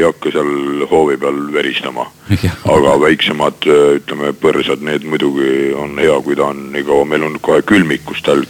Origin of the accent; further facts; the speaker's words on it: Viljandi, Viljandi County, Estonia; now in Tallinn, Estonia; Ma tulin Viljandist, tulin pealinna ja ei olnud mingit tööd